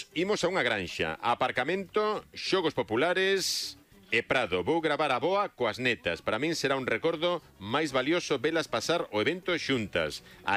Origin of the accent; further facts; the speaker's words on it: A Estrada, Galicia, Spain; Bos días, eu son da Estrada e imos ver a eclipse dende Pico Sacro.